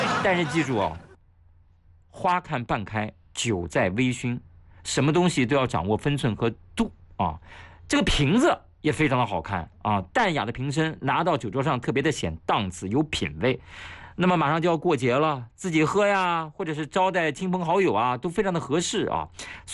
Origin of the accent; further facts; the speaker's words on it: Shanxi, China; now in Hefei, China; 我就是山西人在合肥的